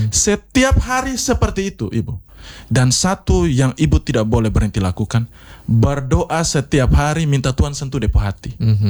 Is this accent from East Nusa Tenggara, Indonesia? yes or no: yes; Kupang, East Nusa Tenggara, Indonesia; kita orang Kupang